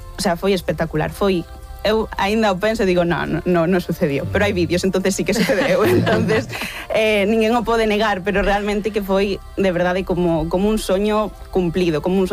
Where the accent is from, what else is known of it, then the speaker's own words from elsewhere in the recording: Vigo, Galicia, Spain; Eu personalmente, como viguesa, o sea, simplemente o feito de poder tocar no estadio da tua cidade xa é unha honra.